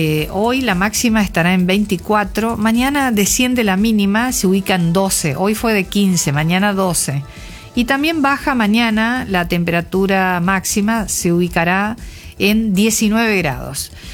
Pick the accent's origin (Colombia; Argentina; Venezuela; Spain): Argentina; Avellaneda; De Avellaneda, de mi pueblo también.